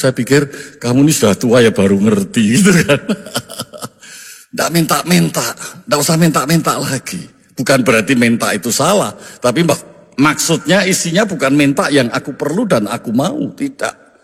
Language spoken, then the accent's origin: Indonesian; Magelang, Central Java, Indonesia; Kalau orang Jogja, saya dari Jogja, Magelang itu